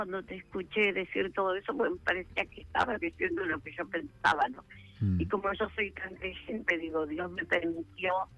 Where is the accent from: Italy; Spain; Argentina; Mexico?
Argentina; Villa Lugano, Buenos Aires